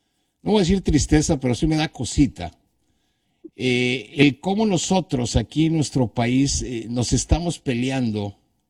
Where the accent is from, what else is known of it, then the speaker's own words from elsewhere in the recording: Mexico; yo no sé si nosotros como mexicanos algún día lo superemos.